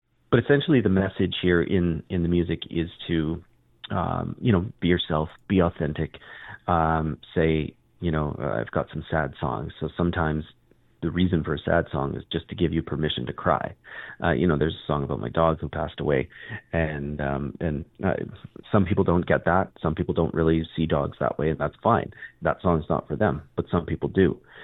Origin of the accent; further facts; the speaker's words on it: Saskatchewan, Canada; now in Saskatoon, Canada; I'm from Saskatoon. I grew up in small town Saskatchewan, kind of southeast Saskatchewan, in a small town of 1,100 people.